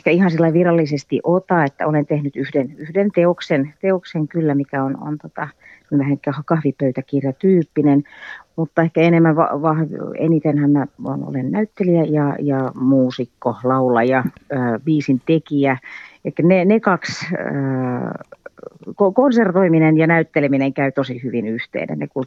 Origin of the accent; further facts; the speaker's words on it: France; mä itse olen lapsuuteni viettänyt Ranskassa ja itsehän mä asun nykyäänkin Ranskassa jo 13 vuotta ollut ja on koko kouluikänikin käynyt ranskalaista koulua